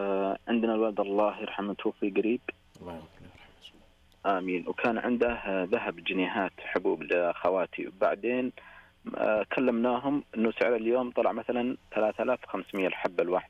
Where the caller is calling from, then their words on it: Yemen; احنا من اليمن